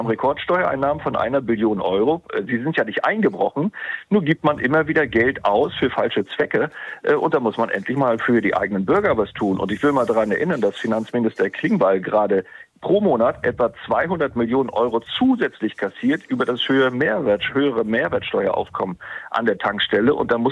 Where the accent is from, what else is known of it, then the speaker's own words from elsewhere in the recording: Schwerin, Mecklenburg-Vorpommern, Germany; ich selber dann im direkten Kampf gegen Manuela Schwesig hier in meiner Heimatstadt Schwerin.